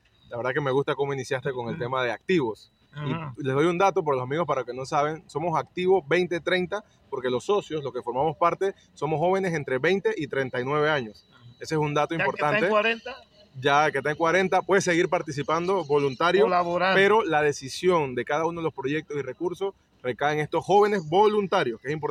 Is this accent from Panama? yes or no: yes; Panama; realmente todos somos panameños, todos tenemos algún amigo, algún tío, algún familiar que vive en cualquier, en Veraguas, en Chitré, en Las Tablas o en Coclé.